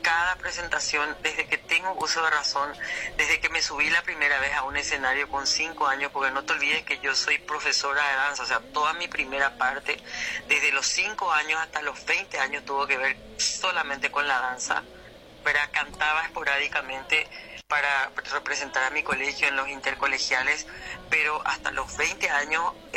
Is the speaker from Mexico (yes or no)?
no; Asunción, Paraguay; born there; Vengo de padres campesinos, ¿verdad? Como muchos los que estamos acá. Yo ya nací en Asunción, pero vengo de padres campesinos